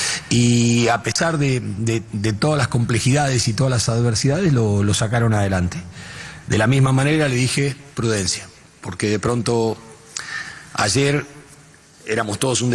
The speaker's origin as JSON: {"language": "Spanish", "country": "Argentina", "said": "Y esto se los dije a los jugadores como argentino. Le digo, miren, yo le voy a decir una cosa como argentino"}